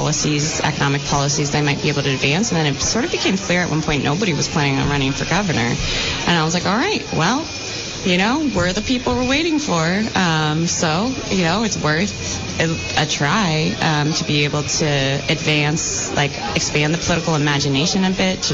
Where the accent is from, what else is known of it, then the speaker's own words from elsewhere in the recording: Vermont, United States; I think it's sort of coming from growing up in Vermont, of a unique political ideology